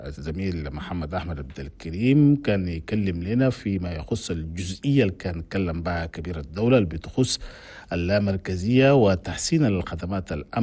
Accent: Chad; بلدنا تشاد

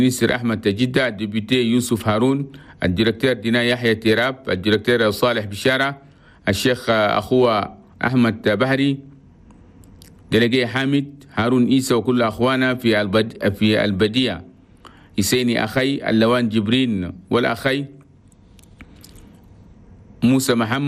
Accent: Chad; أنا بلدنا تشاد

